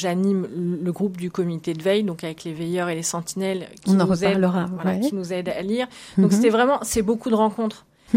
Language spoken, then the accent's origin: French; Niort, Nouvelle-Aquitaine, France; born there; Je suis née à Niort, dans les Deux-Sèvres.